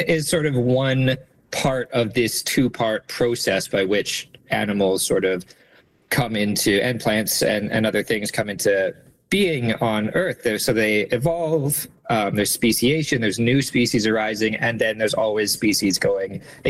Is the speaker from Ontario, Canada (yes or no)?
no; Calgary, Alberta, Canada; I grew up in Calgary, and I spent a lot of time in Drumheller trying to find dinosaur fossils